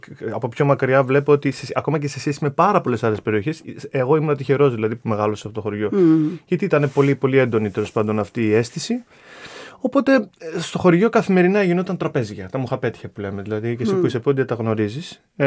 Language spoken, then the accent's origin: Greek; Plagiari, Thessaloniki, Central Macedonia, Greece; born there; also born or lived in Yerevan, Armenia; Το πρώτο μεταφερθήκαμε στο Πλαγιάρι της Θεσσαλονίκης και από το Πλαγιάρι μετά πήγαμε, δεν ξέρω πώς, συγκυριακά, ας πούμε, στο Κολχικό Λαγκαδά.